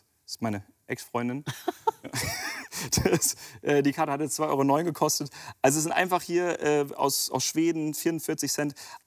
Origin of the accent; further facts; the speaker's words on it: Japan; German is a second language; ist ja recht klar, wenn ihr mich hier seht und ich Englisch spreche, aus wo ich herkomme, ne, ich bin Japaner.